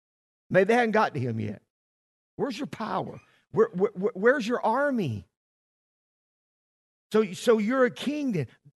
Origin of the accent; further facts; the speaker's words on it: United States; Now, I'm an American.